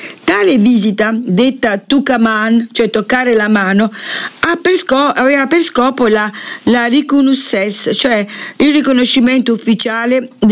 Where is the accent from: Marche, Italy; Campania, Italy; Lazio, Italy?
Campania, Italy; Naples; Scusate il dialetto, io sono napoletana, faccio fatica a pronunciarlo bene.